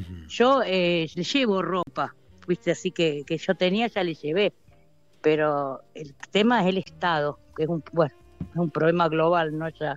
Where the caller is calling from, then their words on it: Morón, Buenos Aires Province, Argentina; de Morón.